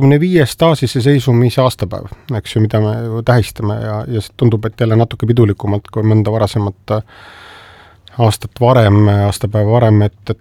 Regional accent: Saare County, Estonia; now in Tallinn, Estonia; minu kodusaarelt pärit

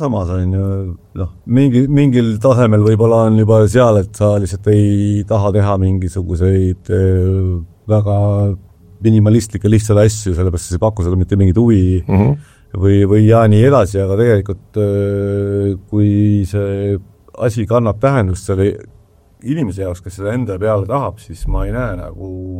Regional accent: Tallinn, Harju County, Estonia; mu sõber Aivo Erin kelle ma kasvasin Roosikest tänaval

